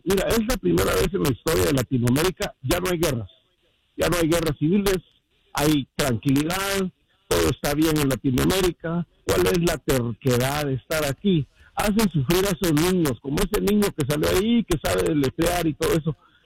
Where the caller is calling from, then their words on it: Bell, California, United States; Pues de aquí, en la ciudad donde vivo, en la ciudad de Bell